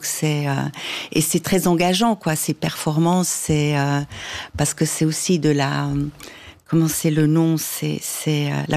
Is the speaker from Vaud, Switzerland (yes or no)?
no; Neuchâtel, Switzerland; alors que je suis de Neuchâtel